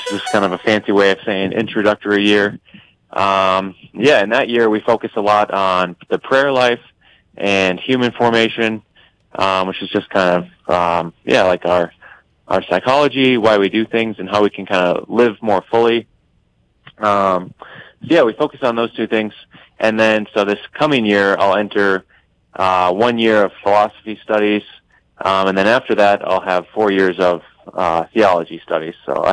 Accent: Jamestown, North Dakota, United States; Yeah, so I grew up in Jamestown, North Dakota, just an hour and a half west of Fargo.

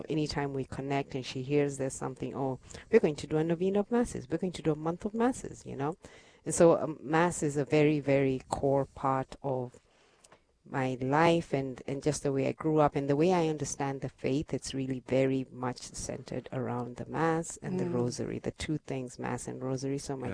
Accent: Nairobi, Kenya; moved away as an adult; now in United States; I was born and raised in Kenya in East Africa, and mostly Nairobi. And then I moved to the United States in 2007.

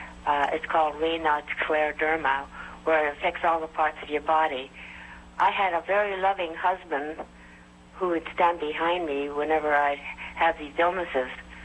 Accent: Boynton Beach, Florida, United States; I'm from Boynton Beach, Florida, Mother.

